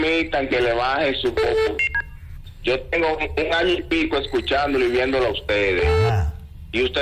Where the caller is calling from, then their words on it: Dominican Republic; Como dominicano que somos.